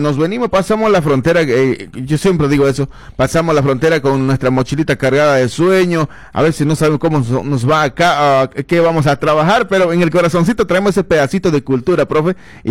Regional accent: Bolivia; now in Argentina

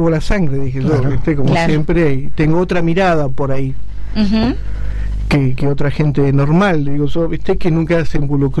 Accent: Comodoro Rivadavia, Chubut, Argentina; now in Neuquén, Argentina; Yo no soy neuquino, yo vengo de Comodoro Rivadavia.

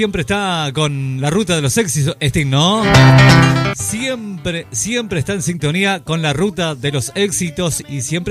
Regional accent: Tacuarembó, Uruguay; mi pueblo nativo allá por Tacuarembó también

